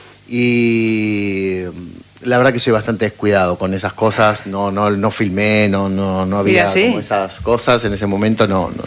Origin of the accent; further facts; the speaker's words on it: Gálvez, Santa Fe, Argentina; also born or lived in Junín; Sí, sí, básicamente, básicamente soy de Gálvez, sí.